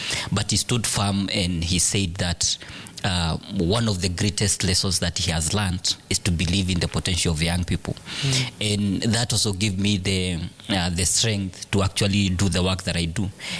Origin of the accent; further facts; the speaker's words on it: Murang'a County, Kenya; I come from the lower side of Muranga. I come from Katanga constituency.